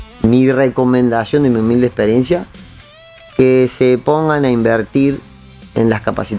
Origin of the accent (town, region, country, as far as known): Argentina